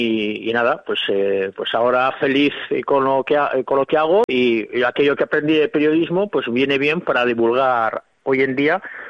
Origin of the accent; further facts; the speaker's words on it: Bilbao, Basque Country, Spain; yo soy muy muy de Bilbao